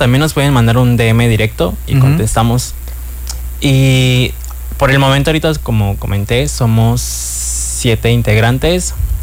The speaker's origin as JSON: {"language": "Spanish", "town": "Cancún", "region": "Quintana Roo", "country": "Mexico", "said": "Yo soy de Cancún"}